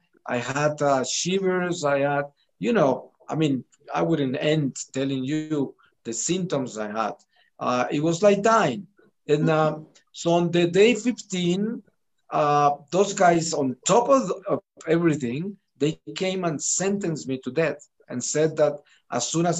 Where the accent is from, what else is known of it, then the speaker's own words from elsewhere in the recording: Colombia; I was driving at midnight into a coffee ranch plantation of one of my uncles in my hometown. And I was surprised by the rebels of the Colombian Revolutionary Army called FARC.